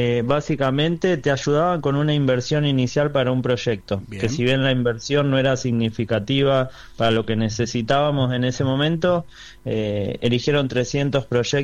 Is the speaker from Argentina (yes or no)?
yes; Tandil, Buenos Aires Province, Argentina; now in Buenos Aires, Argentina; yo y mi hermano somos de Tandil, pero estamos radicados en Buenos Aires.